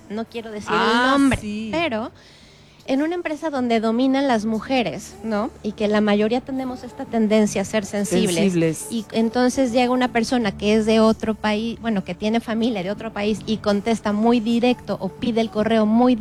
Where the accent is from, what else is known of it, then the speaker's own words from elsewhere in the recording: Mexico; Por ejemplo, ¿cómo somos los mexicanos? Uh-huh. Somos como un jarrito de tlaquepaque.